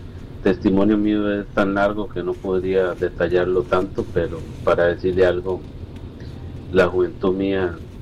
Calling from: Tilarán, Guanacaste, Costa Rica; Vivo en Líbano de Tilarán actualmente.

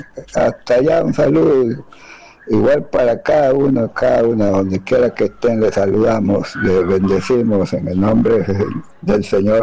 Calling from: Puntarenas, Costa Rica; Les saluda el promotor de Punta Arenas

